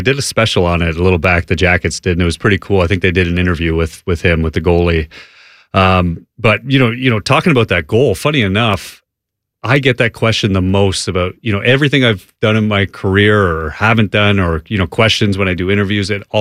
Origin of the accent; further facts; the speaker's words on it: Toronto, Ontario, Canada; growing up in Toronto, we played in a league called the GTHL, and we literally had 12 teams within Toronto that were high caliber AAA teams.